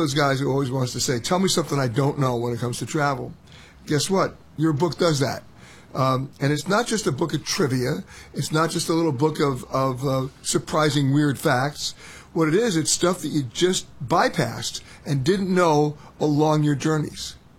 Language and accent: English; New York, United States; I'm born and raised in New York.